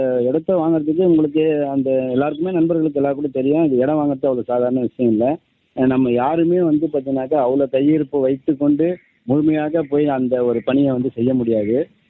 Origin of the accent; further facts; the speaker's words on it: Viluppuram district, Tamil Nadu, India; now in Chennai, India; நான் வந்து சென்னையில இருந்து … சென்னை வந்து இப்ப நம்ம வாழ்வாதாரத்தை தேடி வந்திருக்கிற இடமா இருக்கிறது. சொந்த ஊர்ன்னு சொல்லக்கூடிய இடம் வந்து பாத்தீங்கன்னா விழுப்புரம் மாவட்டம் கண்டாச்சிபுரம் வட்டம் அடுக்கம் கிராமம், இதுதான் என்னுடைய சொந்த ஊர்.